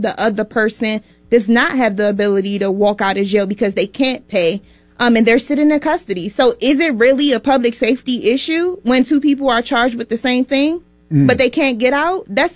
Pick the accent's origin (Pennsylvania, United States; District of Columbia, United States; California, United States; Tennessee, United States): District of Columbia, United States; Washington; I was born and raised in Washington, D.C., grew up in Northeast D.C., around Minnesota Avenue, and I came to Minnesota first